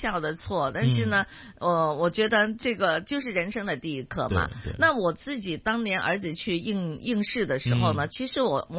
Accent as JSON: {"language": "Chinese", "country": "China", "said": "对于我们中国人来说呢，这个下跪哈"}